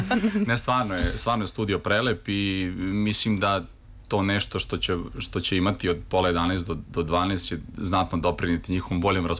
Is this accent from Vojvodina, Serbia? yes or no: yes; Vojvodina, Serbia; ja sam tamo iz Banata, a tamo je Pupin u Idvoru